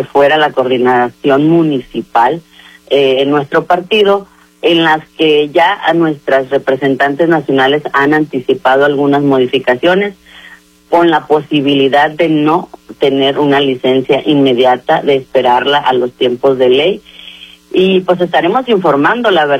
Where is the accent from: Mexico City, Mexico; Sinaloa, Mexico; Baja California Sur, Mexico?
Sinaloa, Mexico; Ahome; Como nacida aquí en Ahome, aquí he estudiado, aquí he crecido, es mi tierra